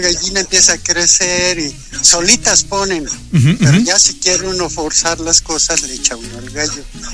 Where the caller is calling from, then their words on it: Gualupita, State of Mexico, Mexico; De Gualupita, aquí en el Estado de México